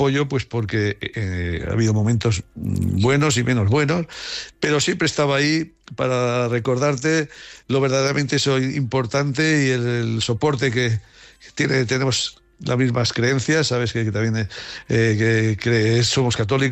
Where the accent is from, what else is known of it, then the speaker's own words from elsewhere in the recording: Haro, La Rioja, Spain; el sentir a Haro como, insisto, como nuestro pueblo, porque, bueno, pues así nos hemos criado